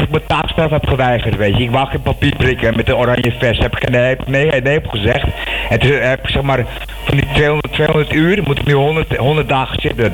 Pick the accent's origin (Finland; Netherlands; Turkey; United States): Turkey; Ik ben Turk. Ik ben Turk voor Turk.